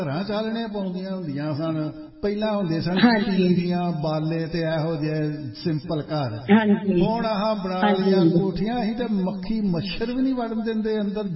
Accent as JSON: {"language": "Punjabi", "town": "Batala", "region": "Punjab", "country": "India", "tie": "born or raised there", "said": "ਸਾਡਾ ਜਿਹੜਾ ਪਿੰਡ ਹੈ ਨਾ, ਸਾਡਾ ਪਿੰਡ ਹੈ ਬਟਾਲੇ ਦੇ ਲਾਗੇ ਕਾਨੂੰ ਆਉਣ ਵਾਲੀ ਸੜਕ"}